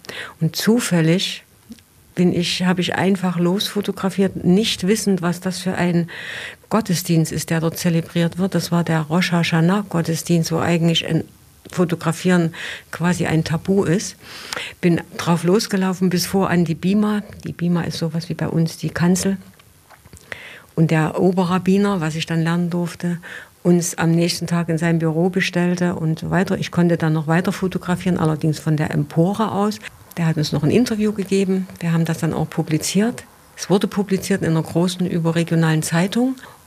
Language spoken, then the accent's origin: German; Leipzig, Saxony, Germany; born there; moved away as an adult; also born or lived in Bielefeld; bin 1957 geboren in Leipzig